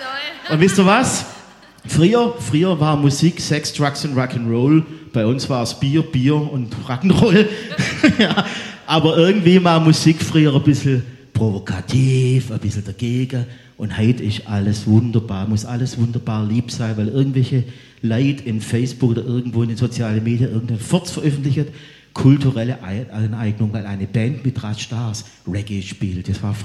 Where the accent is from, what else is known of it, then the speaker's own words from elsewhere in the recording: Sulzbach, Baden-Württemberg, Germany; Und jetzt gehen wir nach Sulzbach, wo ich aufgewachsen bin.